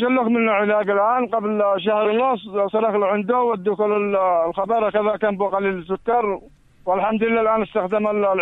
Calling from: As Sayyani District, Ibb, Yemen; انا من مديريه السياني

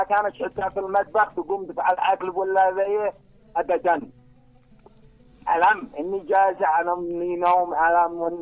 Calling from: Yemen

